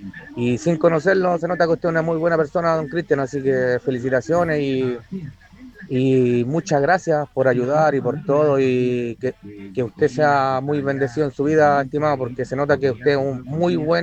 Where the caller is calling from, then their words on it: Colina, Santiago Metropolitan Region, Chile; soy músico de Colina